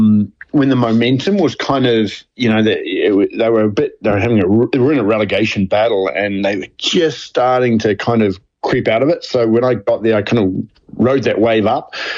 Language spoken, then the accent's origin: English; New Zealand; moved away; being a New Zealander